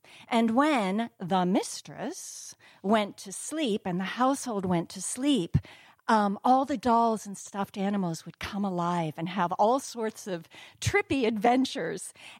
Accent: Jordan; also born or lived in Egypt / Lebanon / Syria / Kuwait; So I was born in Egypt and grew up in Jordan, Lebanon, Syria, Kuwait, Saudi Arabia, Morocco, and Algeria.

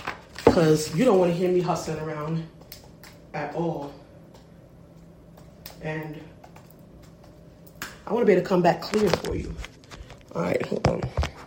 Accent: Hudson, New York, United States; I'm from Hudson

